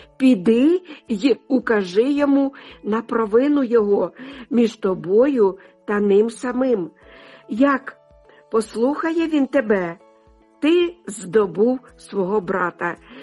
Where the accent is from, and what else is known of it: Sumy Oblast, Ukraine; born or raised there; now in Denmark